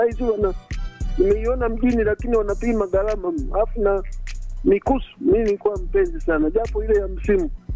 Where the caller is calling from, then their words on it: Kilolo District, Iringa, Tanzania; kule kwetu wilaya Kilolo